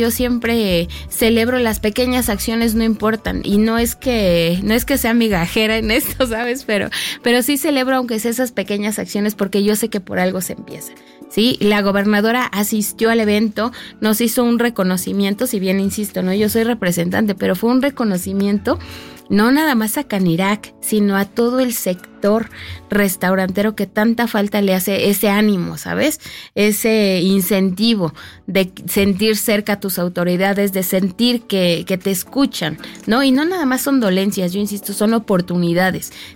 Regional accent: Huitzilac, Morelos, Mexico; mi pueblo maravilloso también, que es Huitzilac

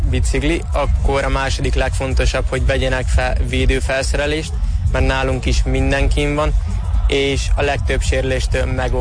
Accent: Paks, Tolna, Hungary; Nem, paksi vagyok

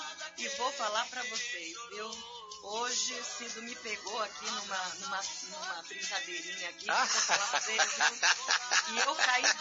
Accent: Santo Antônio da Platina, Paraná, Brazil; É, terra querida, que eu sou paranaense, pra quem não sabe, viu? Eu sou lá de Santo Antônio da Pratina, é assim que a gente fala lá.

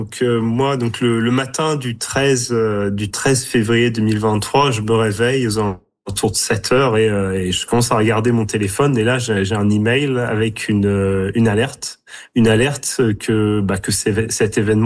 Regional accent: Normandy, France

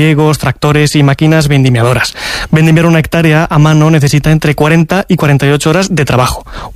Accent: Villanueva de la Jara, Castilla-La Mancha, Spain; Yo soy de Villanueva de la Jara, en Cuenca.

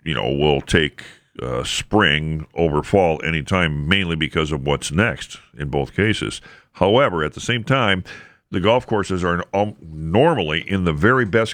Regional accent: Wisconsin, United States; I was born and raised in Wisconsin.

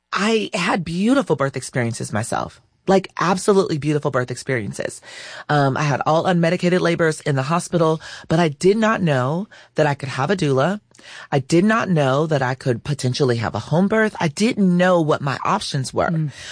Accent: California, United States; moved away; also born or lived in Arkansas / Kentucky; So I'm from California. My oldest was born in California. My family is from Arkansas.

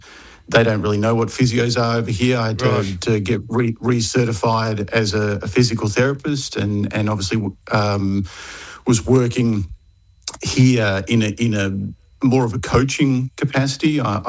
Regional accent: Melbourne, Victoria, Australia; moved away as an adult; now in United States; So I grew up in Melbourne.

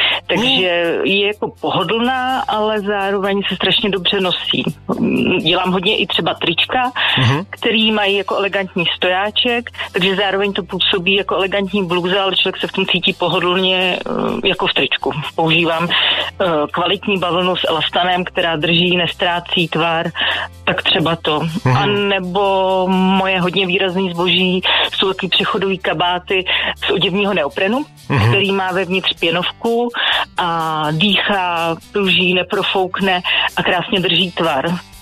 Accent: Prague, Czechia; Já jsem z Prahy, Modřan konkrétně.

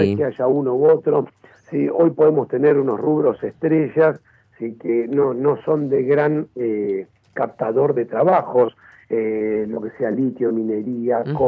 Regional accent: Argentina; Nosotros somos una Argentina que es cambiante.

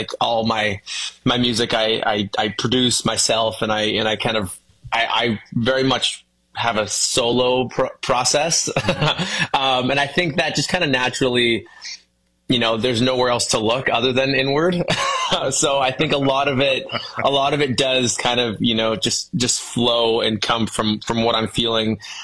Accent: London, Ontario, Canada; I got asked to again be a guitar player for this artist who was an R&B singer from my hometown, which is London, Ontario.

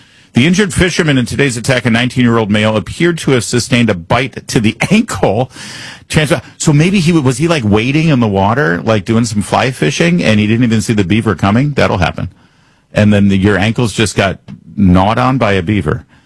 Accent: Michigan, United States; we had beavers growing up in Michigan a bit

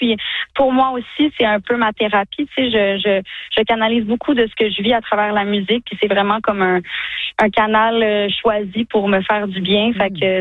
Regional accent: Bromont, Quebec, Canada; born there; now in Montreal, Canada; En fait, je suis à Sherbrooke. Je suis très excitée d'être là parce que c'est un peu mon patelin. Je viens des cantons de l'Est, fait que j'ai un peu l'impression d'être à la maison.

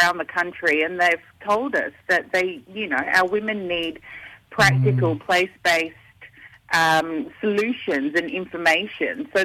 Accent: Cairns, Queensland, Australia; born there; now in Melbourne, Australia; I was born in Cairns.

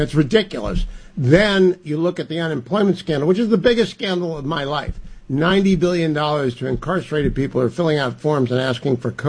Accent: Ohio, United States; I did not know until I was in the Big Ben podcast about the Ohio fraud story. And I'm from Ohio.

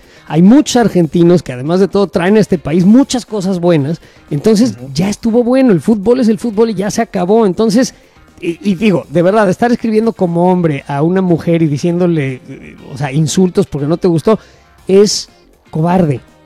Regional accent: Mexico; now in United States

